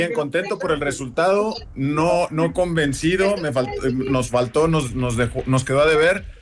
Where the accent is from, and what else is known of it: Mexico